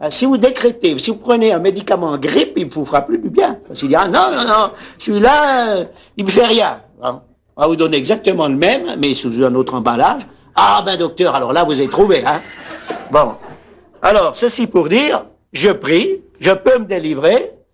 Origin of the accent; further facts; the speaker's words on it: France; born there; Moi, je suis né à Trablan, ici à côté.